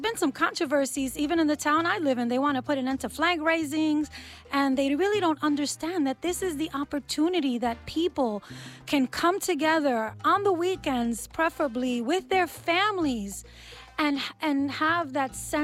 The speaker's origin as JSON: {"language": "English", "country": "United States", "tie": "born there", "said": "and I am half Puerto Rican on my father's side, and on my mother's side, I'm Ecuadorian and Colombian, and I was born here."}